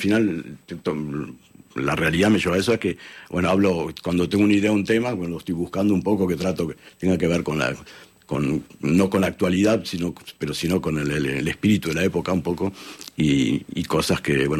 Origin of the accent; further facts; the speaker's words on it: Argentina; moved away; en mi país, en Argentina